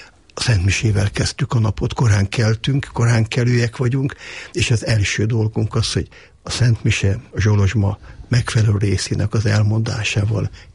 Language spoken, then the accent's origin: Hungarian; Budapest, Hungary; már mondhatom, hogy jelenleg az ötödik generációban élünk a 8. kerületben, a tisztviselőtelepen. Ott születtem, ott nőttem föl 4 testvéremmel együtt